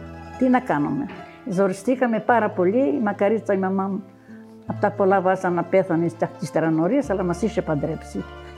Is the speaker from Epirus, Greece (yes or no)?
no; Vorizia, Crete, Greece; Εγώ ήμουν και από τα Βορίζα